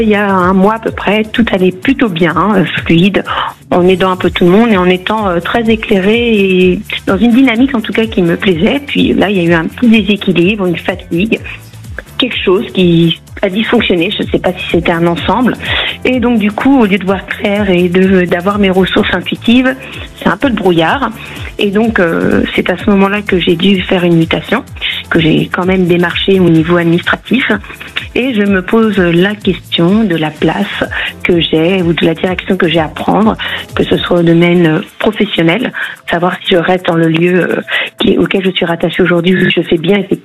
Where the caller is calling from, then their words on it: Paris, Île-de-France, France; Alors j'appelle d'Île-de-France, de Paris.